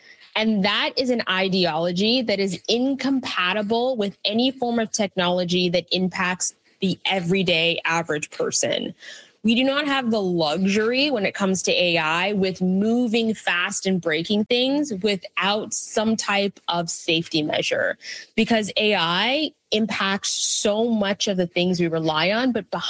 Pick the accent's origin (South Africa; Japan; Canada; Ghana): Canada